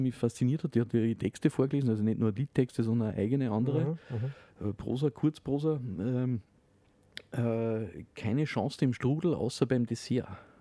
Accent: Taufkirchen an der Pram, Upper Austria, Austria; Aber da gibt es ja tragische Zwischenfälle, wie jetzt in meiner Heimat in Dorfkirchen an der Bram ist.

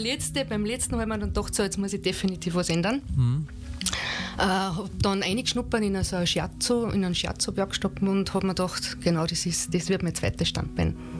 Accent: Schwarzach, Salzburg, Austria; Also ich bin … geboren in Schwarzach vor fast 53 Jahren, aufgewachsen in Schwarzach

